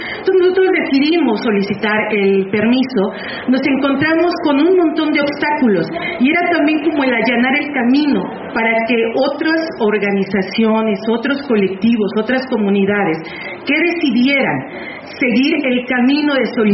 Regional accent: Amecameca, State of Mexico, Mexico; Yo vengo de Amecameca, el Estado de México, de La Voladora Radio.

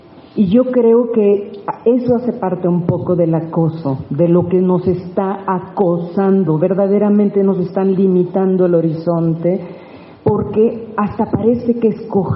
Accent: La Paz, Baja California Sur, Mexico

